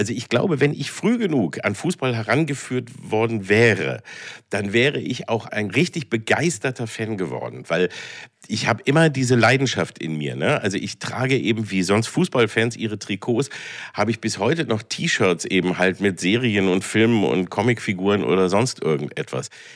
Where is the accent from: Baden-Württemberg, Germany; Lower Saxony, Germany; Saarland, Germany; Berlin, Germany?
Lower Saxony, Germany; Peine; also born or lived in Engelbostel, Hannover; Ich bin ja aufgewachsen in Peine, also geboren in Engelbostel bei Hannover und dann in Peine aufgewachsen, also zwischen Hannover und Braunschweig.